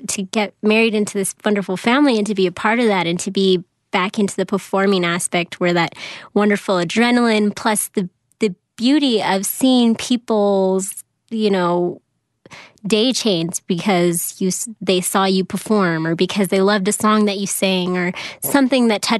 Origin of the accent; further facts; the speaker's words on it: Los Angeles, California, United States; also born or lived in Durango, Mexico; I was actually born in Durango, Mexico. Hmm. And I grew up in Los Angeles area, and my mom's side of the family is all Mexican, and so I just grew up speaking Spanish with them